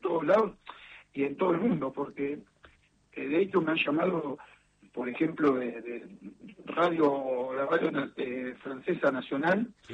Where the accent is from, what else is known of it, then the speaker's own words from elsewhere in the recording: Argentina; porque somos muy argentinos, como nosotros lo adoptamos.